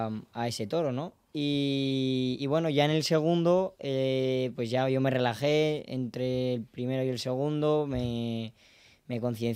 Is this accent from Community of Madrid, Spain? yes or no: no; Aragon, Spain; En mi tierra he podido torear en un pueblo al lado del mío, en Ejea